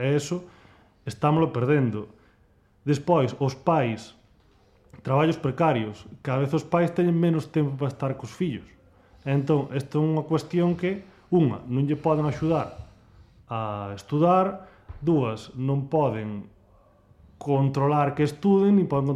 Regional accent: Laxe, Galicia, Spain; Eu son de Laxe.

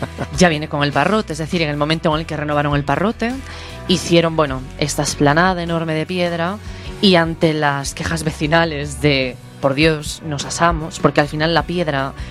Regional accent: Spain; hay muchas cosas de las que hay que estar muy orgulloso como español

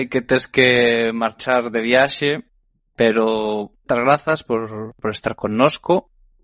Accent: Galicia, Spain; a nós os galegos

